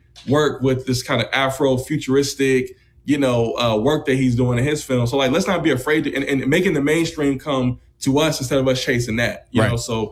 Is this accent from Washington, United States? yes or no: no; Oakland, California, United States; moved away as an adult; also born or lived in New York; now in Los Angeles, United States; I love Oakland, I'm born and raised in the Bay